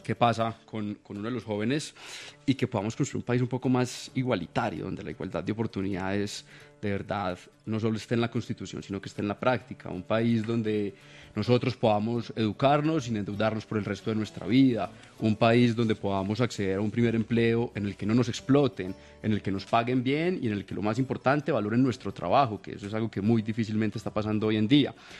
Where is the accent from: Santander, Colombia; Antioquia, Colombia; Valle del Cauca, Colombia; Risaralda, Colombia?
Antioquia, Colombia; Medellín; born there; nací en Medellín, en un hogar, clase media, donde mis papás tuvieron la oportunidad de ser los primeros de su familia en ir a la educación pública.